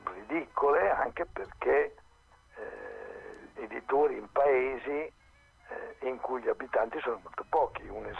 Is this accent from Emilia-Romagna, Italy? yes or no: yes; Bologna, Emilia-Romagna, Italy; io sono un bolognese, ma di famiglia non bolognese, di famiglia meridionale.